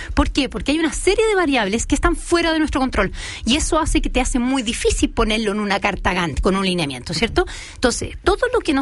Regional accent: Chile; Y ahí, hoy día, como chileno, hace poquito, salió también la ley de transferencia tecnológica

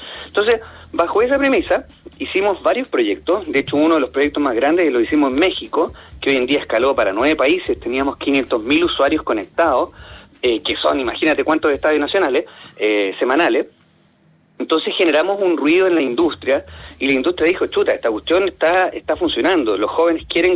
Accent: Chile; como chilenos, buenos chilenos

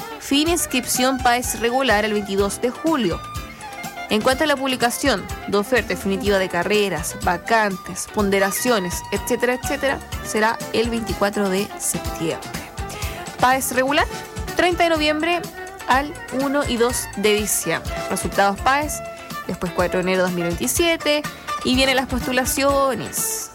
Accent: Chile; Como buen chileno, todo a última hora.

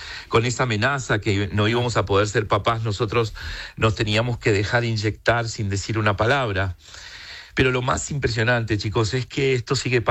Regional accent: Buenos Aires, Argentina; en este caso soy un gay porteño argentino, en una sociedad muy tolerante

